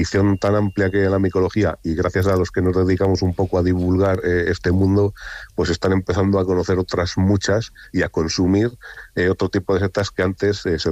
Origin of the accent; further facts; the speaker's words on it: Montemayor de Pililla, Castile and León, Spain; de que venga gente a mi pueblo, a nuestro pueblo, a conocer nuestro pueblo.